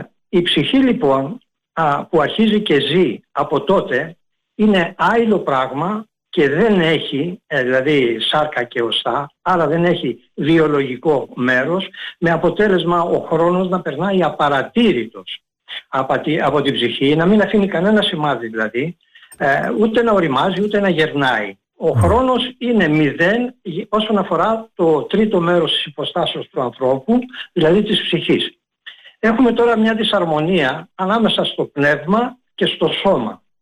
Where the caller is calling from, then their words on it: Piraeus, Attica, Greece; Καλησπέρα σας … από Πειραιά, από Καμίνια.